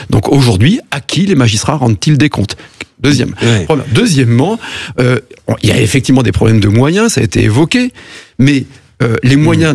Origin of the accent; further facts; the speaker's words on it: France; Nous allons payer tous, en tant que Français, cette année 2026, 70 milliards d'euros d'intérêts de la dette de l'État